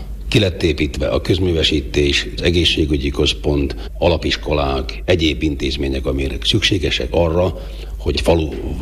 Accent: Trnava Region, Slovakia; now in Gabčíkovo, Slovakia; mivel én Nagyszigetről származok

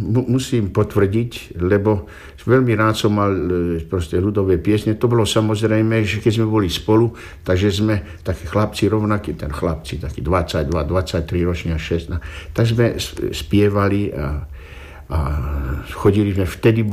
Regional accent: Banská Bystrica, Banská Bystrica Region, Slovakia; ja som rodák z Banskej Bystrice

